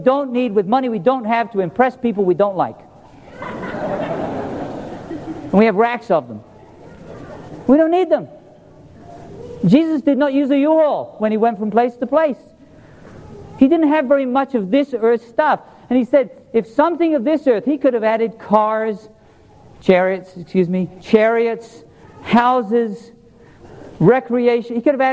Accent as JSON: {"language": "English", "region": "England", "country": "United Kingdom", "tie": "born or raised there", "said": "I guess they must have grown up in a monarchy like I did. See, I grew up in England."}